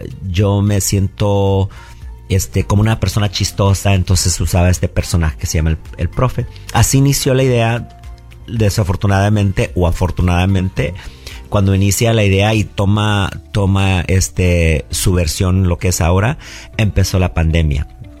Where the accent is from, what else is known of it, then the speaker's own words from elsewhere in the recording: Mexico; now in United States; sufrimos hambre como fiel mexicano, ¿no?